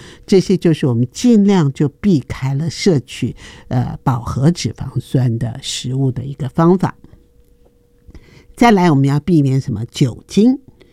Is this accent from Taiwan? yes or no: yes; Taiwan; 我们台湾人爱吃泡面，已经是世界闻名啊。